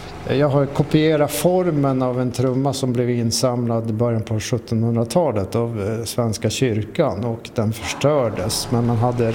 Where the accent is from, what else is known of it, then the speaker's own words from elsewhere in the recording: Tärnaby, Västerbotten County, Sweden; Ja, jag kommer ju från Tärnaby och är same.